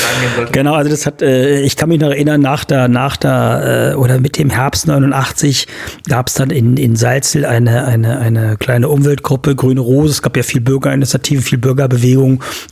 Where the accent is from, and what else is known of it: Wieblitz, Saxony-Anhalt, Germany; born or raised there